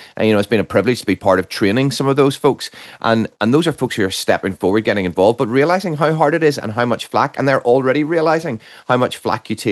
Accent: Northern Ireland, United Kingdom; I come from Northern Ireland

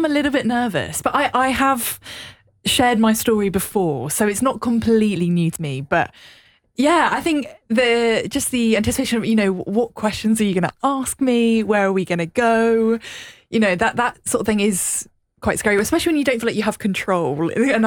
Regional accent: South West England, United Kingdom; So I grew up in West Wiltshire, so in the southwest, and my dad's family … have been in the kind of same area, same kind of village for like 300, 400 years.

